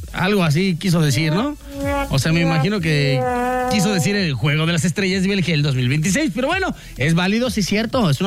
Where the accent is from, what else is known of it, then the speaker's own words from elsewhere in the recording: Mexico; Y es que en México festejamos por todo y por nada.